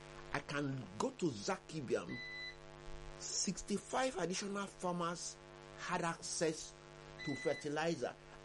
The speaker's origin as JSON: {"language": "English", "country": "Nigeria"}